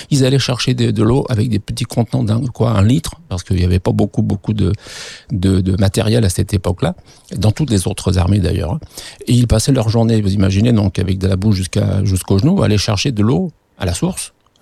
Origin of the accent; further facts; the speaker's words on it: Brittany, France; born there; je suis breton de naissance, et je suis toujours breton